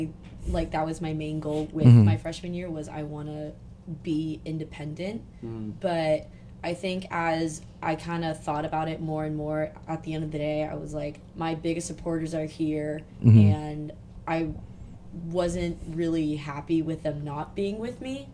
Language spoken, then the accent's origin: English; Long Beach, California, United States; I grew up in Long Beach